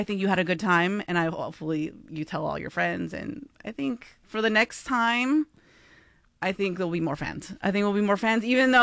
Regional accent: United States; Oops, I am American.

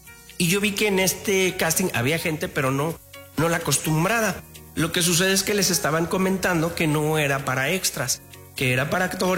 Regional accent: San Luis Potosí, Mexico; hay varios actores potosinos, somos unos peregrinos, los cuales todo ese cast somos potosinos

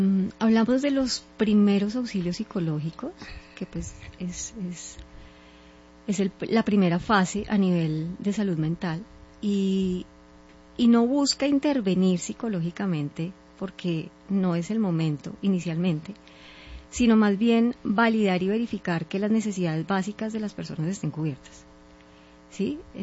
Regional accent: Colombia; nosotros como colombianos todos pasamos por el terremoto

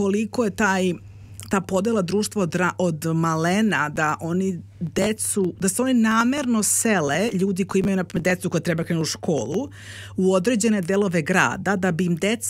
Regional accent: Belgrade, Serbia; sam odrasla u Beogradu na Petlom brdu, koga briga sad Petlom brdu, mislim, na kraj sveta

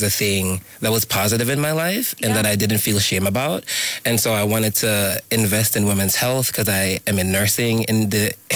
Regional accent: Jamaica; moved away; growing up in Jamaica, it was super hard because Jamaica's a homophobic society.

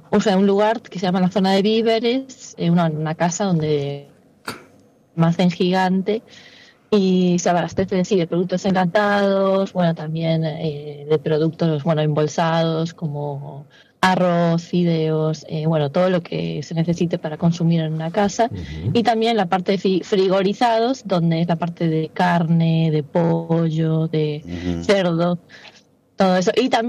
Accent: Galicia, Spain; accent: Spanish; Yo soy gallega en concreto y bueno, sí he perdido sí se siente mi acento español, pero mi tonada gallega la he perdido.

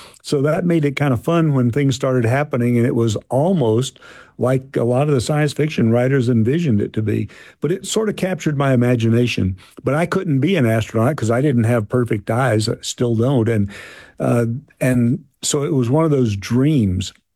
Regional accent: Opelika, Alabama, United States; moved away; you mentioned Opelika. That is my hometown, and it's where I spent a lot of my growing up formative years, and it's a wonderful place to have grown up. Small town, hardworking people. I grew up with my grandparents and lived with them.

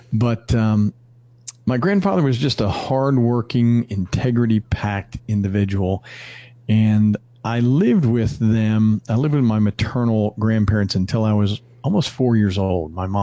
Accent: Northeast, United States; Growing up in the Northeast, you pretty well knew anybody who was a Christian, especially in my high school.

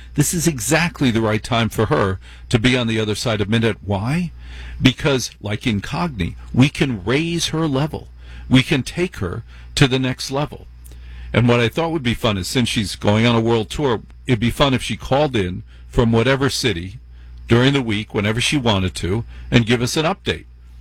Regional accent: New Jersey, United States; And I ain't no king, buddy. I'm from Jersey. Much tougher than being the king.

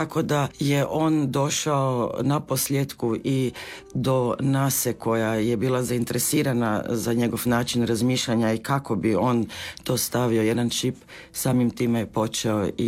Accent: Munich, Bavaria, Germany; also born or lived in Croatia; tako da sam jedan dobar dio djetinjstva provjela i ovdje u Hrvatskoj. Dobro, ja jesam rasla u tom njemačkom sustavu

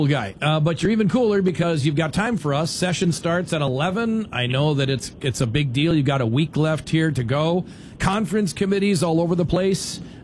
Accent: Minnesota, United States; But, you know, growing up on Pelican Lake in Otter Tail County, it's so funny. We had a fishing boat, right?

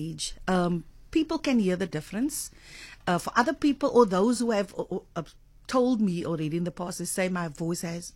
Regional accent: Western Cape, South Africa; I'm from the Overberg.

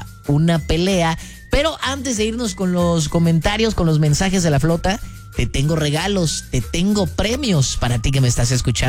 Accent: Veracruz, Mexico; todos los que somos jarochos, todos los que somos de aquí de Veracruz

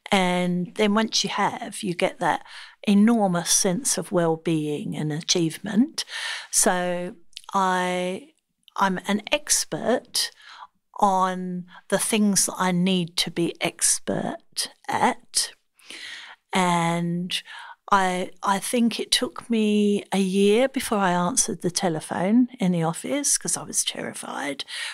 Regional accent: Ireland; As an Irish Catholic

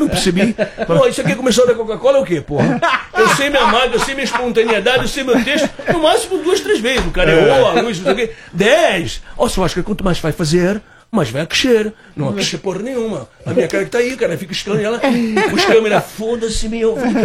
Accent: Santos, São Paulo, Brazil; mas sou santista, time, cidade, coração.

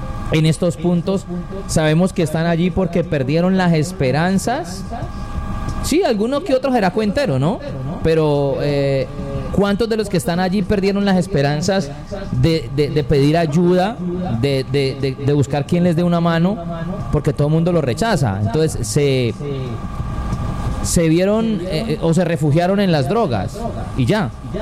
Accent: Cali, Valle del Cauca, Colombia

